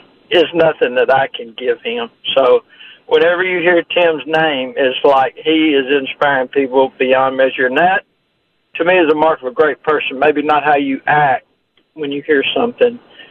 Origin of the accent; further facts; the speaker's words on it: Nashville, Tennessee, United States; growing up in Nashville